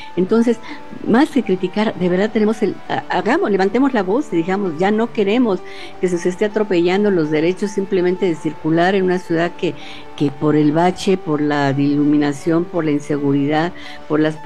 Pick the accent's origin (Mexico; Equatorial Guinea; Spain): Mexico; ni como mexicanos